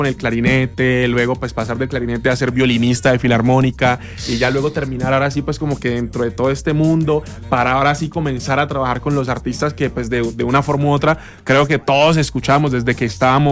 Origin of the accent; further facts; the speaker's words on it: Quibdó, Chocó, Colombia; inicialmente yo soy del departamento del Chocó, yo nací en el Chocó, nací en Quibdó, en la capital del Chocó